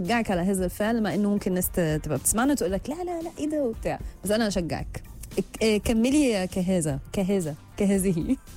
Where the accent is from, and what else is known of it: Egypt